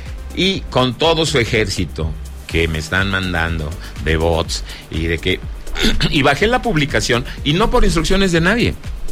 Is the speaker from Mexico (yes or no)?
yes; Zacatecas, Mexico; en mi programa, en Sonido Estrella, en mi tierra Zacatecas